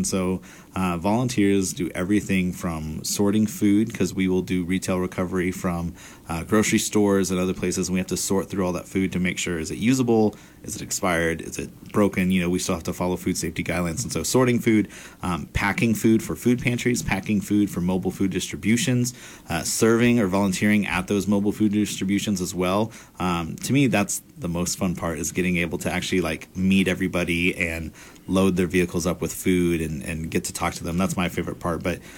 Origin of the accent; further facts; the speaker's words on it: Texas, United States; being a Texan